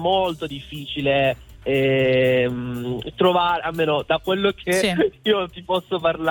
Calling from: Milan, Lombardy, Italy; Io sono di Milano.

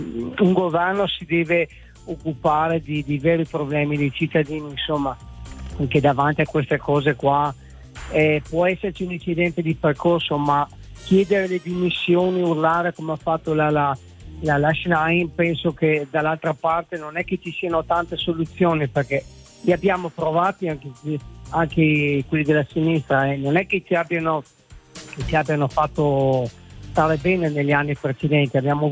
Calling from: Verona, Veneto, Italy; Io chiamo da Verona.

